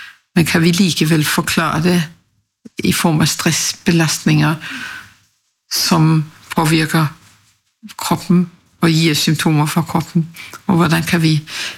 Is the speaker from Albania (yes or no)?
no; Copenhagen, Capital Region, Denmark; moved away as an adult; now in Norway; Jeg er fra Danmark, København, og jeg studerte medisin i Danmark. Og vi fant hverandre i Danmark, og jeg ble med til Norske.